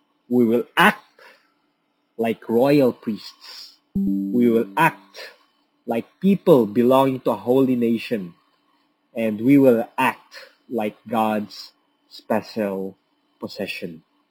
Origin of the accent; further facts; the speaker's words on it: Philippines; born there; I was born here in the Philippines for a reason.